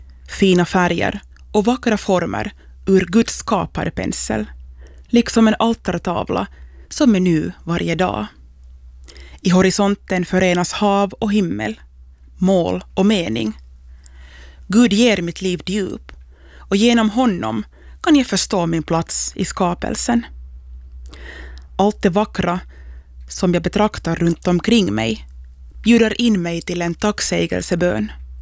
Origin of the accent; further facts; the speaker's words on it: Träskända, Uusimaa, Finland; från Träskända och du lyssnar till Andrum i Ylevega.